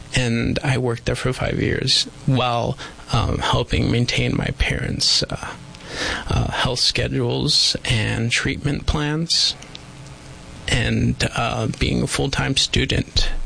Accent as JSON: {"language": "English", "region": "Arkansas", "country": "United States", "tie": "born or raised there", "also_born_or_lived": "Salinas, California", "moved": "as an adult", "lives_now": "Yuma, United States", "said": "So I was born in Salinas, California, and at age 3, we moved to Northwest Arkansas. I was raised there for my entire life and went to public school there, and I started my early adulthood there as well. So my community is in Northwest Arkansas"}